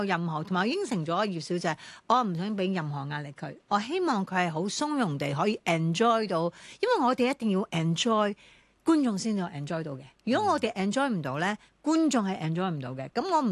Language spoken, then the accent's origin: Cantonese; Hong Kong; 我哋身为香港人系咪应该要介绍下？